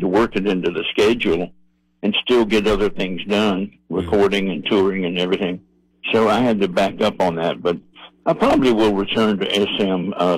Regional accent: Tennessee, United States; Born and raised in Tennessee. Yes, I was.

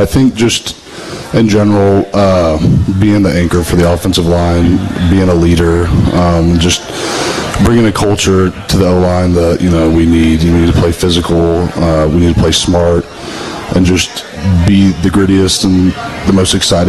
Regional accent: Memphis, Tennessee, United States; I'm from Memphis.

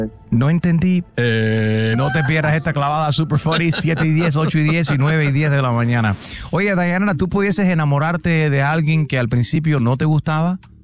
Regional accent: Dominican Republic; Yo soy más dominicano que Jaro.

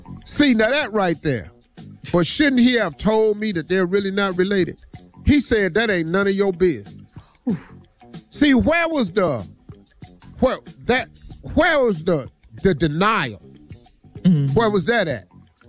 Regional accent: Welch, West Virginia, United States; I grew up in Welch, West Virginia.

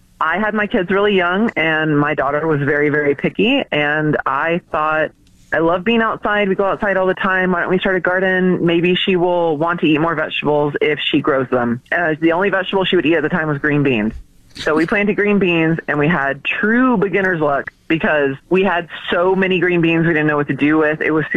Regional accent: Texas, United States; I am born and raised in Texas. Now, I have lived all over Texas, and Texas is so big. The climate, I've lived off the coast, and I've lived in northeast Texas, but where I've lived the longest is in central Texas

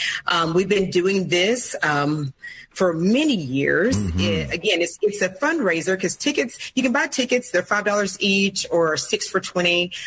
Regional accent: Arkansas, United States; now in Texas, United States; I'm from Arkansas.

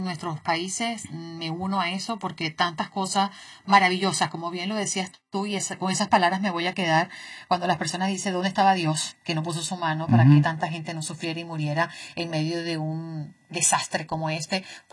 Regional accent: Venezuela; pero al final pues resultó un éxito en mi país

